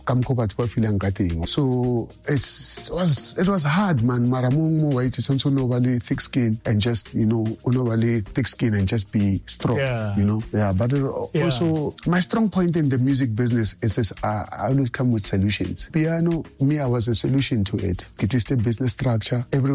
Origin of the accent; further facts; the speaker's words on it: Pretoria, Gauteng, South Africa; I'm from Pretoria